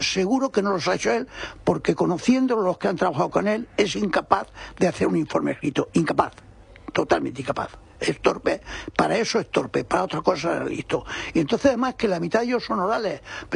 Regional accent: Spain; yo soy un español normal, yo soy español normal

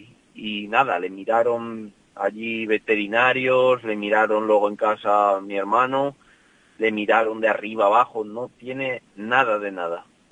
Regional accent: Peñaranda de Bracamonte, Castile and León, Spain; Peñaranda pues es mi tierra, ¿no? Es donde yo vivo todos los días, donde convivo con la gente

